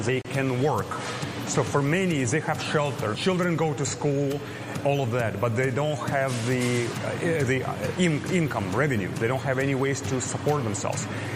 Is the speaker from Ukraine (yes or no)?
yes; Ukraine; now in United States; I'm from Ukraine, and so being part of the community, even though I spent most of my life, I lived most of my life in the United States, I went to school over here